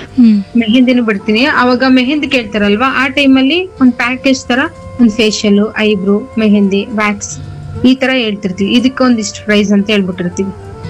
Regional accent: Karnataka, India

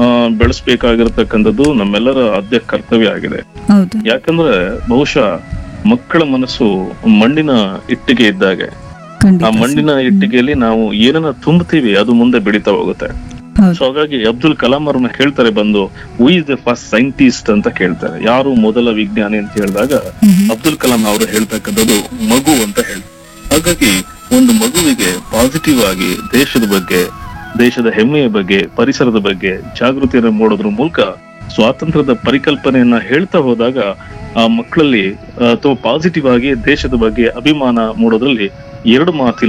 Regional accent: Halahalli, Karnataka, India; ನಾನು ಗುಂಡ್ಲುಪೇಟೆ ತಾಲೂಕು ಹಾಲಹಳ್ಳಿ ನಮ್ಮೂರು.

